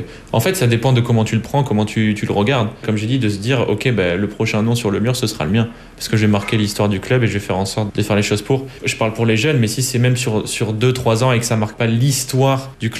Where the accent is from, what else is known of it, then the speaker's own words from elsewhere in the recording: France; Et notamment nous, en tant que Français, qui nous a marqué